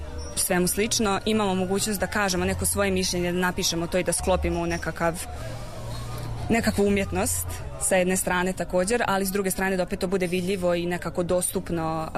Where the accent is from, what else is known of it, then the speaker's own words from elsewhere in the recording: Derventa, Republika Srpska, Bosnia & Herzegovina; dolazim iz Dervente u Bosni i Hercegovini i mladi sam evropski ambasador.